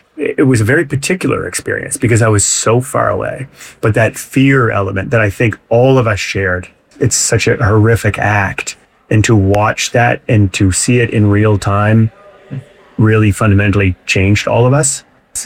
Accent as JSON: {"language": "English", "town": "Fredericton", "region": "New Brunswick", "country": "Canada", "tie": "born or raised there", "also_born_or_lived": "Sackville, New Brunswick", "said": "Fredericton right now in my hometown"}